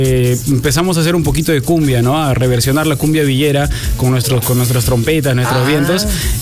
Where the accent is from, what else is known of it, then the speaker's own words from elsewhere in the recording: Puno, Peru; nosotros somos de Puno.